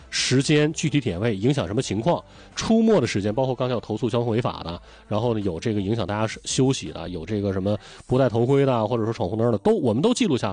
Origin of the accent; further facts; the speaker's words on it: Anshan, Liaoning, China; moved away; 我的老家是鞍山